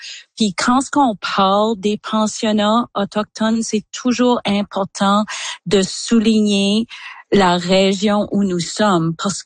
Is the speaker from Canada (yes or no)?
yes; Listuguj, Quebec, Canada; je viens de Listigouge, qui est toujours partie de Mi'kmaq, les terres ancestrales non cédées du peuple Mi'kmaq.